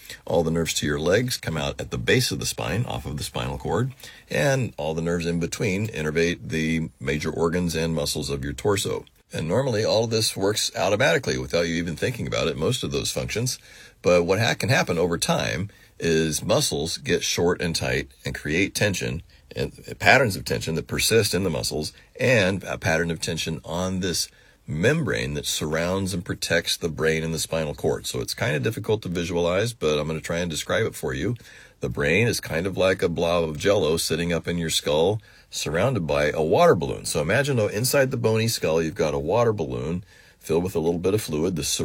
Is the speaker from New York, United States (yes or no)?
no; Kansas, United States; I was used to it because I grew up in Kansas.